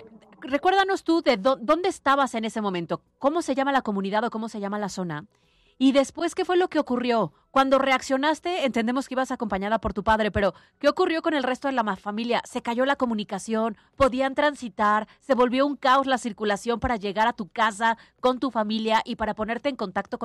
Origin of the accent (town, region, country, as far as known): Mexico